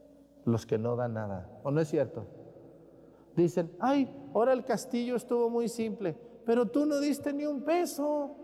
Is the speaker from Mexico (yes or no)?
yes; Mexticacán, Jalisco, Mexico; born there; moved away; allá en mi pueblo, en Mesticacán